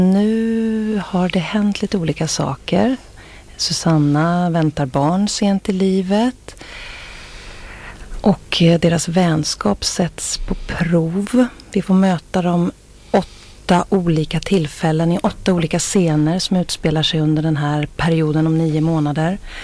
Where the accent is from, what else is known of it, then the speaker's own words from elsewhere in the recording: Östersund, Jämtland County, Sweden; now in southern Sweden; Jag är från Östersund från början.